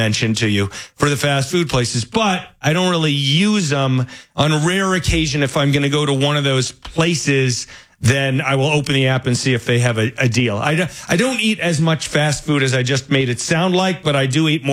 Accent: California, United States; moved away; I grew up in California.

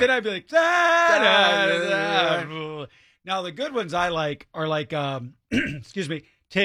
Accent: United States; as an American

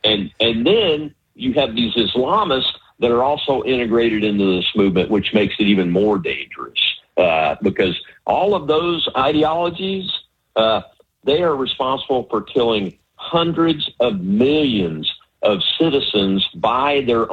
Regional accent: Tennessee, United States; And I talk about what I've learned in my life growing up in West Tennessee, around West Tennesseans

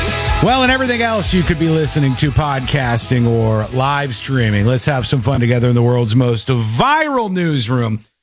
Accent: West Palm Beach, Florida, United States; We saw them all the time growing up in West Palm Beach, Florida.

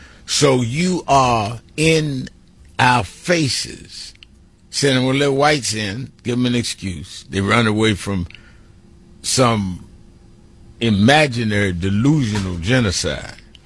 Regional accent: Brooklyn, New York, United States; born there; I was born in Brooklyn, but I visited there several times.

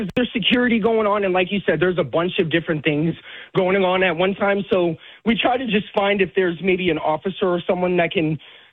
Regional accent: Washington, District of Columbia, United States; now in San Antonio, United States; I'm in San Antonio now, but I've been listening to you guys ever since I was a little kid. I grew up in D.C.

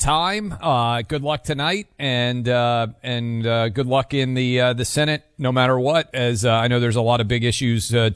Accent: Tennessee, United States; let me remind you about a company here in Tennessee, my home state

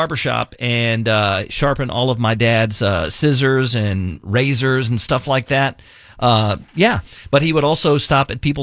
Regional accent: Mesquite, Texas, United States; When I was a kid growing up in Mesquite, Texas, you know, we had the ice cream truck.

